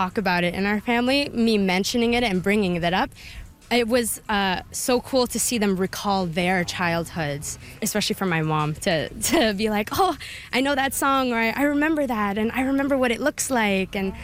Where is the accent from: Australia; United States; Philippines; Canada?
Philippines; to be performing a culture that I grew up in, to be able to perform as a Filipino actor with a Filipino cast, it really makes me feel a part of a community